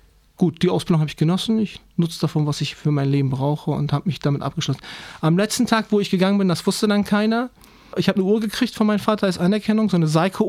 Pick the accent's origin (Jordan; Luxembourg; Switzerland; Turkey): Turkey; now in Germany; Türkischen Pass habe ich immer noch, habe ich es immer noch nicht abgegeben, weil ich, ist meine Heimat. Hier bin ich zu Hause, aber meine Heimat ist da.